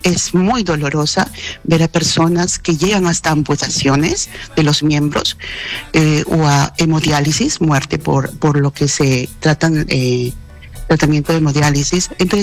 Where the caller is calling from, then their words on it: Lima, Peru; Estoy llamando de Jesús María de Lima.